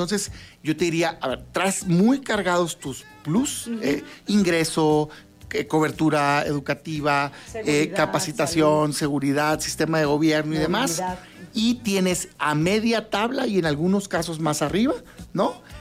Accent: Mexico; Como mexicanos, pues claro que no, no puede aspirar un gobierno a que se pongan de acuerdo los criminales, déjenlos en paz.

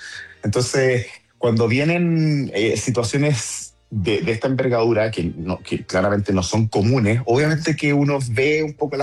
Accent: Chile; Yo, como chileno

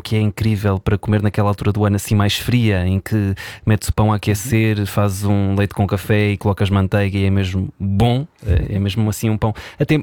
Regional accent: North, Portugal; difícil de encontrar, pelo menos eu nunca encontrei da mesma forma que encontro no norte do país, na minha terra

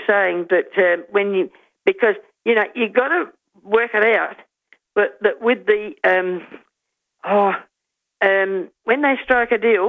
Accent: Snowtown, South Australia, Australia; born there; And you know, I mean, I was born in Snowtown

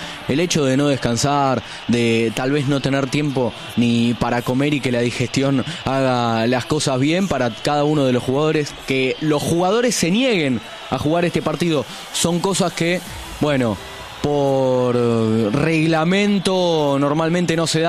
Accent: Argentina; nosotros nos lamentamos, aún así siendo argentinos

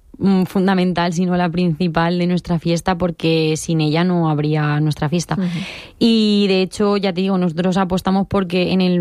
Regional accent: Elda, Valencian Community, Spain; soy del barrio de la Huerta Nueva

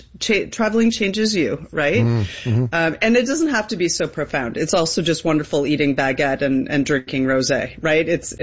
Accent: Canada; But being a Canadian is a good passport to have.

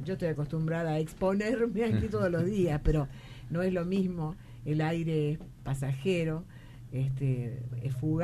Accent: Tucumán, Argentina; Así que, y bueno, pero porque somos tucumanos, ¿o no?

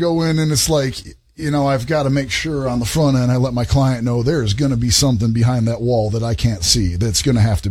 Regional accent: Flint, Michigan, United States; now in Knoxville, United States; Yeah, so I'm from Flint, Michigan originally.

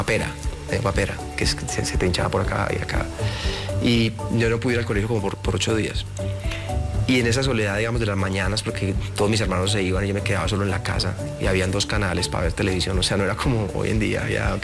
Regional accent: Medellín, Antioquia, Colombia; also born or lived in Carolina del Príncipe; la infancia fue entre mi casa en el centro de Medellín, el colegio y Carolina del Príncipe.

